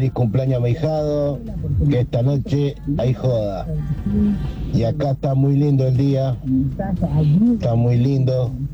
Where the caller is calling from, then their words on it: Mendoza, Argentina; Buen día, Norita, acá de Mendoza.